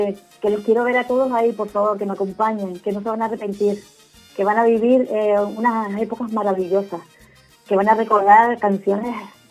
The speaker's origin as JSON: {"language": "Spanish", "town": "Teror", "region": "Canary Islands", "country": "Spain", "tie": "born there", "said": "Yo nací en Teror, nací en casa de mi abuelita, con una comadrona que no me acuerdo cómo se llamaba, la comadrona que había en aquel entonces, y nací en casa de mi abuela."}